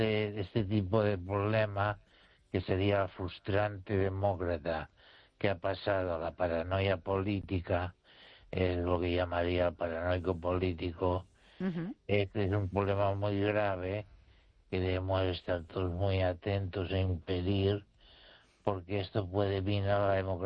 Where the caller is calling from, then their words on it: Spain; soy un español que razona